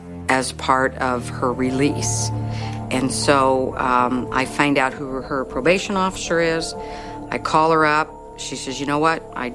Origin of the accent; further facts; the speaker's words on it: Des Moines, Iowa, United States; And I introduced myself and told her who I was and that I was from Des Moines, Iowa.